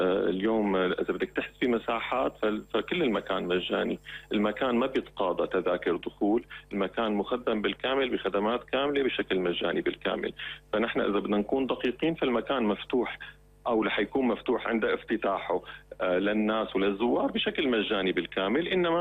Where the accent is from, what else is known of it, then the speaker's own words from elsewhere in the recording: Syria; تليق فينا كسوريين، لأنه نحن السوريين كمان نستاهل